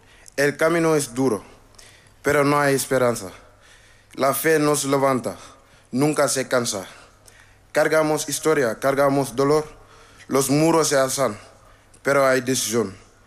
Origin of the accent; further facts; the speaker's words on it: Senegal; Spanish is a second language; now in Tenerife, Spain; tengo 20 años y soy de Senegal.